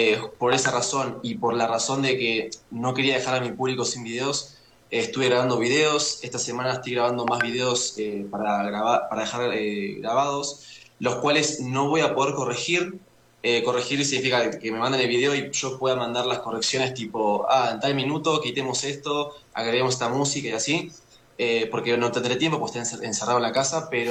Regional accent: Uruguay; Empecé en Uruguay, yo soy uruguayo.

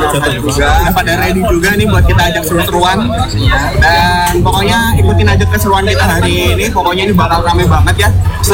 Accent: Semarang, Central Java, Indonesia; sebagai warga Semarang Selatan ya

